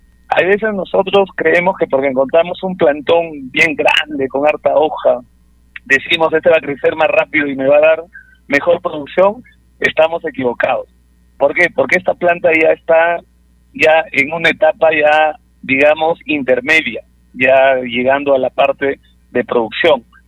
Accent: Sinsicap, La Libertad, Peru; soy de San Ignacio, Sincicabo, Tuzco. Es más, hoy día estoy respondiendo desde San Ignacio

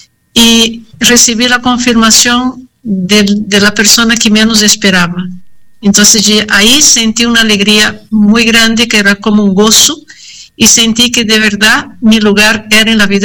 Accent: Brazil; moved away as an adult; vengo de Brasil.

